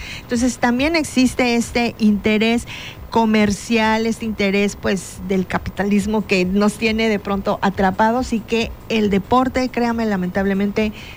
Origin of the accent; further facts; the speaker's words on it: Celaya, Guanajuato, Mexico; now in Quintana Roo, Mexico; yo soy de Celaya, Guanajuato.